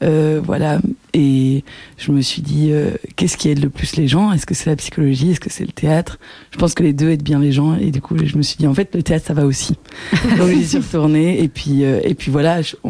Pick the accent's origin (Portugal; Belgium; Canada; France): Belgium; Wallonia; Et moi, j'ai grandi en Belgique, mais hors de Bruxelles, j'ai grandi à Béziti. Qui est à côté de Genappe, dans le Brabant wallon.